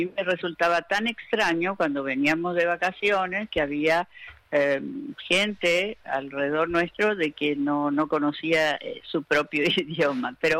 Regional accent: Buenos Aires, Argentina; moved away; yo, a pesar de haber nacido y crecido en la Argentina, me recibí de médica también en la Universidad de Buenos Aires. Yo hablo guaraní, lo entiendo perfectamente, porque todos los hijos de paraguayos que estaban radicados en la Argentina

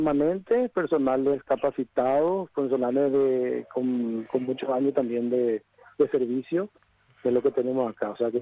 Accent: Asunción, Paraguay; No, yo soy de Asunción. Estoy acá trabajando.

